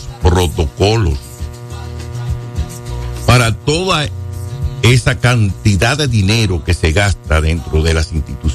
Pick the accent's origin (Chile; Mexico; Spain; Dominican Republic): Dominican Republic; como somos los dominicanos